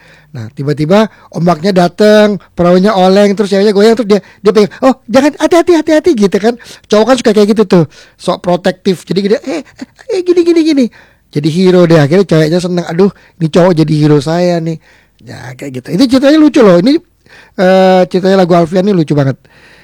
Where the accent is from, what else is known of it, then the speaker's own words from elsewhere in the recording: Palembang, South Sumatra, Indonesia; waktu saya masih kecil, saya lahir gede di Palembang, saya gede di Pelaju.